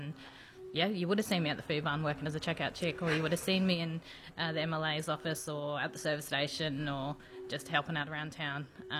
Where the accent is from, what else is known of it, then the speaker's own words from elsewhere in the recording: Northern Territory, Australia; working in my hometown